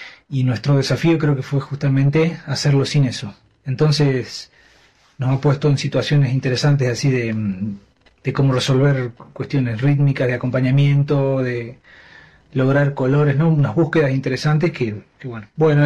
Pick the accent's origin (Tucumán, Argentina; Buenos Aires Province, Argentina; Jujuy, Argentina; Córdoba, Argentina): Jujuy, Argentina; Tilcara; now in Buenos Aires, Argentina; Yo toco el bandoneón en el dúo. Soy de Jujuy, de Tilcara.